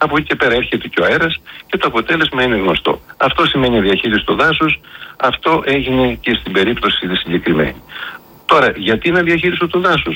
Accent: Thessaloniki, Central Macedonia, Greece

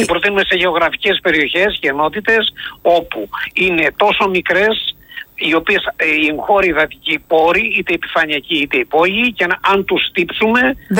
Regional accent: Mani, Peloponnese, Greece; την πατρίδα μου τη Μάνη, το Δήμο Ανατολικής Μάνης

